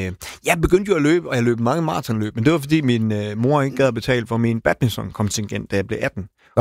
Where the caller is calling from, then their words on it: Aalborg, North Denmark Region, Denmark; det er jeg jo fra Aalborg.